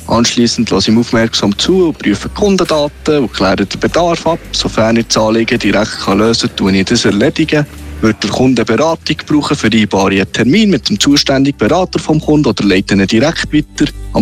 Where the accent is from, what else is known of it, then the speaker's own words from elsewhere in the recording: Thun, Bern, Switzerland; Ich komme aus Thun, ich bin auch hier aufgewachsen.